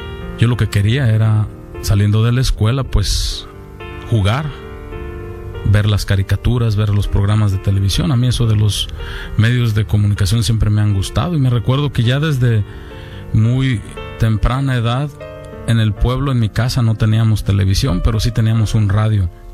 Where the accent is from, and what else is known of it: Zapotitlán de Vadillo, Jalisco, Mexico; born or raised there; also born or lived in Guadalajara